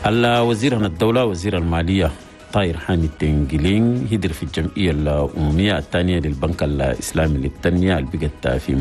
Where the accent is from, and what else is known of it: Chad